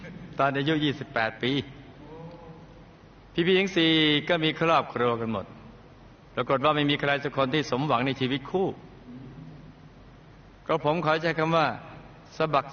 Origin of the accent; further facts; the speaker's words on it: Chonburi, Thailand; also born or lived in Bangkok; หลังจากยอมพ่อยอมแม่กำเนิดกับผมที่กรุงเทพได้ไม่นานครอบครัวเราก็ย้ายไปอยู่ที่จังหวัดชลบุรีกระผมมีทั้งพี่และน้องอีก10คน